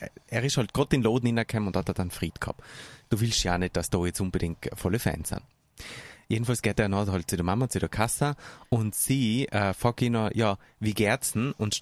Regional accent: Trentino-Alto Adige, Italy; Also, das war ja es, in Südtirol, da wo ich her bin, da hat es auch so Fußballcamps gegeben.

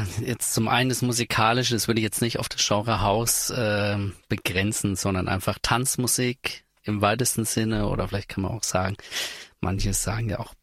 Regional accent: Bavaria, Germany; Ich bin in Franken aufgewachsen.

